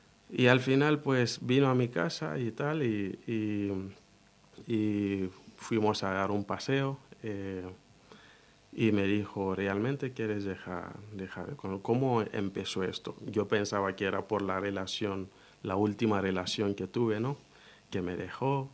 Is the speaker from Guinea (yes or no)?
yes; Guinea; O sea, yo en mi país consumí alcohol y la marihuana.